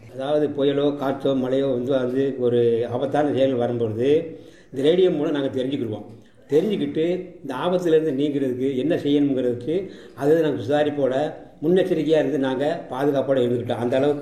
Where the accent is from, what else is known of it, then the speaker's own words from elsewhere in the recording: Rokilpatti, Tamil Nadu, India; born there; நான் ரோகில்பட்டி என்ற கிராமத்தில் 1950 பிறந்தேன்.